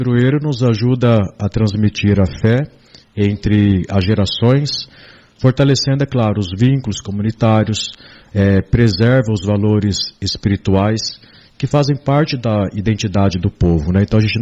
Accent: Gabriel Monteiro, São Paulo, Brazil; Eu lembro quando era criança em Gabriel Monteiro, quando chegava a festa de São Pedro, que lá é São Pedro, né?

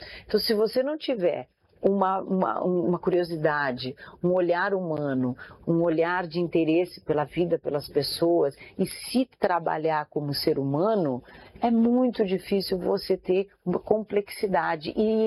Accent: Brazil; eu, como brasileira, né, eu tenho muita fé, não tenho uma religião específica, eu tenho muita fé

